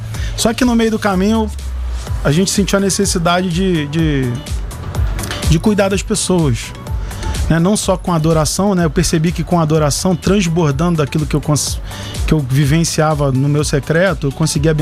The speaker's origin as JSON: {"language": "Portuguese", "region": "Rio de Janeiro", "country": "Brazil", "said": "Quando eu sou do Rio, carioca."}